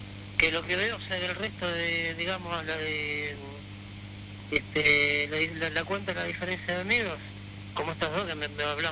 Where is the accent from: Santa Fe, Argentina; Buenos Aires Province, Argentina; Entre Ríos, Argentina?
Buenos Aires Province, Argentina; La Tablada